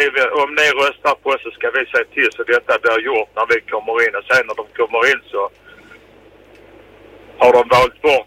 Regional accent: Malmö, Skåne, Sweden; genomfartet där i Limhamn. Där jag är uppväxt på Gamla Gotland.

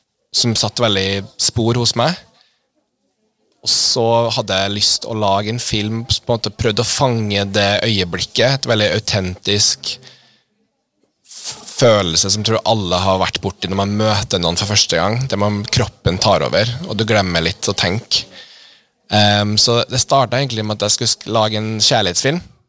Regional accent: Canada; now in Trøndelag, Norway; Jag är ju från Kanada.

